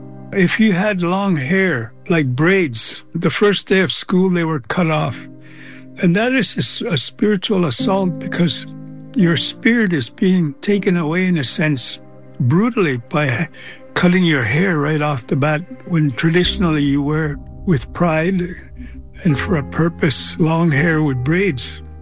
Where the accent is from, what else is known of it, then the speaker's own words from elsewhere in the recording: Ermineskin Cree Nation, Alberta, Canada; born there; I was born on the Erminskin Cree Nation and was raised by my grandparents until I was taken to residential school when I was 6 years old.